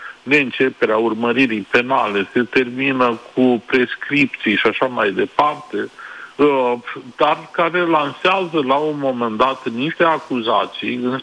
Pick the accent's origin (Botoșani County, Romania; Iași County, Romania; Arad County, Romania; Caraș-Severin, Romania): Iași County, Romania; Iași; ca ieșean născut și crescut, este și o bună oportunitate să vizitezi Iași.